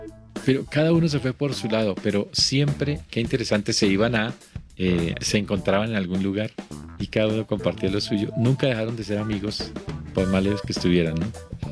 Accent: Colombia

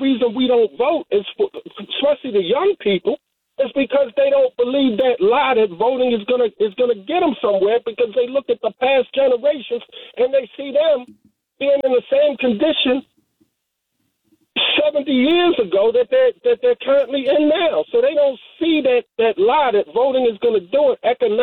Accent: Baltimore, Maryland, United States; I'm from Baltimore too, so when I went in Cherry Hill to the barbershop as a little boy

